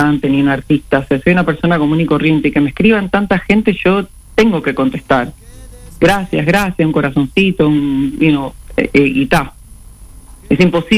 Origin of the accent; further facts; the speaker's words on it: Uruguay; Me preguntaste, ¿sos uruguaya? Y me miraste el informe y los ojos grandes. Y digo, sí, soy uruguaya.